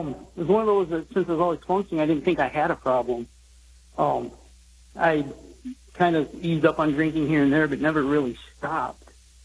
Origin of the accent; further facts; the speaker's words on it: Akron, Michigan, United States; I grew up in Akron, Michigan, a small farm town.